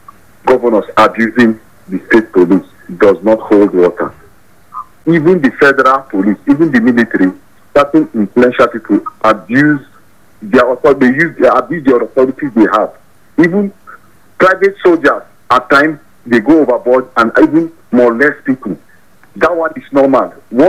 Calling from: Nigeria; Yeah, it's …. I'm calling you from Shaka.

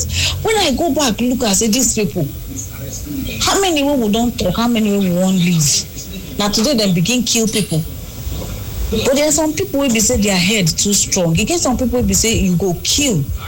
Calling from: Port Harcourt, Rivers, Nigeria; I come from Port Harcourt.

